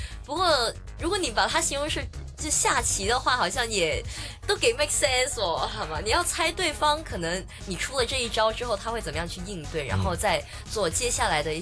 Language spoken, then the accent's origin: Chinese; Hong Kong; 我之前听一些运动员就说我们香港人啊食楼啊嘛